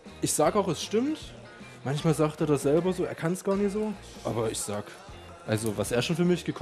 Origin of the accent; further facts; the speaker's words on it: Saxony, Germany; da wo ich herkomme, aus dem guten Vogtland, nennen wir das auch die Schwamme